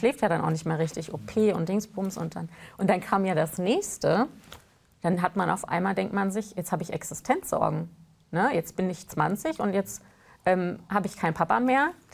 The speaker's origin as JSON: {"language": "German", "town": "Hanover", "region": "Lower Saxony", "country": "Germany", "tie": "born or raised there", "also_born_or_lived": "East Germany (GDR)", "said": "dass ich noch in der DDR geboren bin und meine Eltern waren Pioniere und haben Jugendweihe bekommen. Und dann bin ich in Hannover groß geworden"}